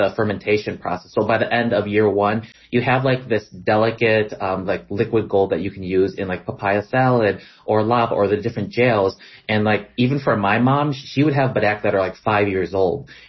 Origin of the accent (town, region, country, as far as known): Wisconsin, United States; born or raised there